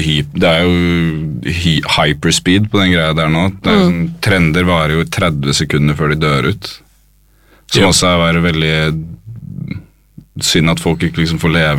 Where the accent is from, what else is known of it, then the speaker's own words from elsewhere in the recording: Skien, Telemark, Norway; Jeg er fra Skien.